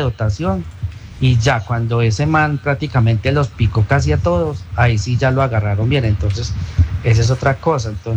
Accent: Pereira, Risaralda, Colombia

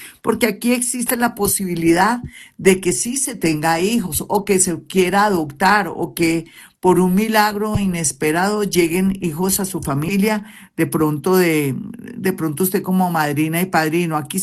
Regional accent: Colombia; pero somos colombianos y manejamos magia.

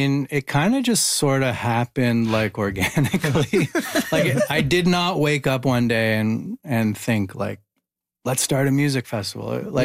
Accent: Toronto, Ontario, Canada; moved away as an adult; now in Montreal, Canada; I grew up in Toronto and moved to Montreal from McGill and I was like, oh, Montreal's so cool, and I lived on the plateau

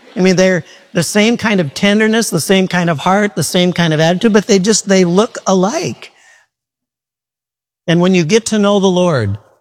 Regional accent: Midwest, United States; I'm from the Midwest.

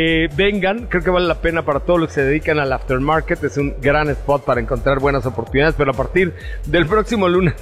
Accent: Mexico City, Mexico; born there; Ya nací en el Hospital Metropolitano, para que está ahí cerquita, para que no me digan soy metropolitano … así fanático de la CDMX, de la mismísima Capirucha.

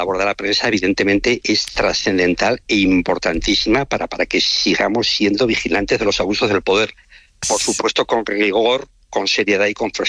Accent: Pamplona, Navarre, Spain; estudiado, yo soy de Pamplona

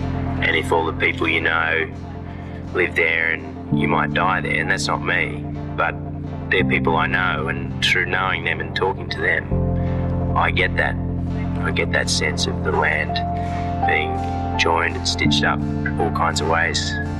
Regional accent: Mudgee, New South Wales, Australia; born there; now in Alice Springs, Australia; I was born in Mudgee, New South Wales, in pastoral country. Some people call it fattening country. It's a lot of green grass, trees, about 500 mils rainfall.

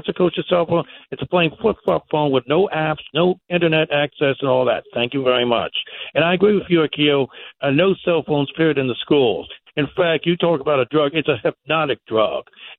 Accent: Washington, District of Columbia, United States; I'm from Washington, D.C. I'm a product of the public school system.

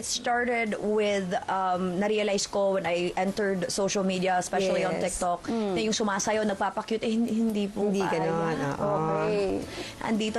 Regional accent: Butuan, Caraga, Philippines; also born or lived in Cebu; di ako taga Davao. Okay. From Butuan City po ako, pinanganak ako sa Cebu, lumipat at lumaki sa Butuan City

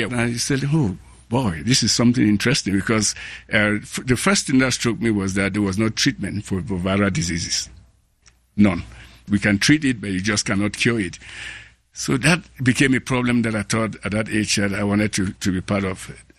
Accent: Cameroon; born there; I was born in Cameroon, and the education system in Cameroon at that time was very forward-leaning.

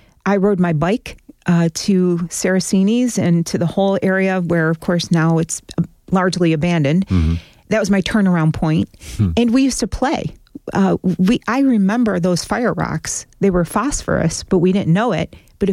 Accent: New York, United States; as a child growing up on Cuga Creek, which rings the Love Canal area

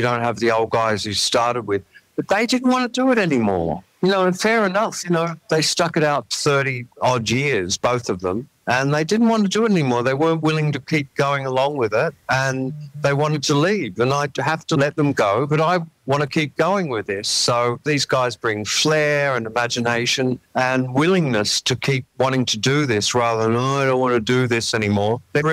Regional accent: England, United Kingdom; now in Australia; I'm English, and I never got naturalized.

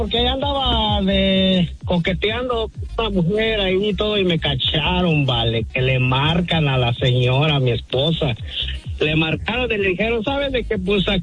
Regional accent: Michoacán, Mexico; moved away; Ya desde mi tierra natal, Michoacán

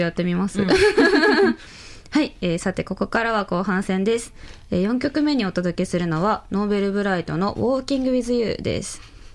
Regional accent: Kanzaki District, Hyogo, Japan; でもあの私も姫路ではないんですけど、うんうん、姫路と同じあの校区のなんていうんですかね、姫路市にある、うん、姫路市の上に神崎郡っていう、うん、まあ、郡なんですけど

